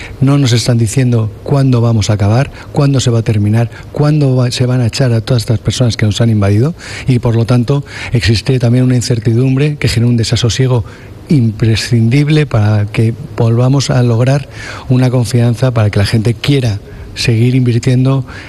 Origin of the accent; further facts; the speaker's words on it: Madrid, Community of Madrid, Spain; moved away as an adult; now in Ceuta, Spain; Yo soy madrileño y llevo 27 años aquí.